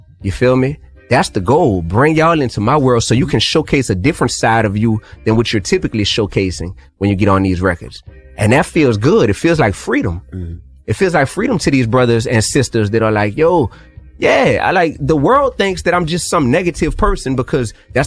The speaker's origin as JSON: {"language": "English", "town": "New Orleans", "region": "Louisiana", "country": "United States", "tie": "born or raised there"}